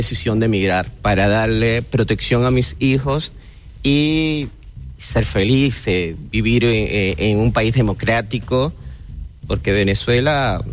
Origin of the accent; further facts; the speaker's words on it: Uruguay; born there; Uruguay, yo nací acá en el Uruguay